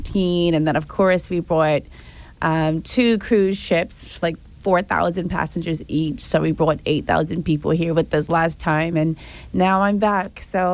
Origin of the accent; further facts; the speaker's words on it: Bermuda; we're from Bermuda.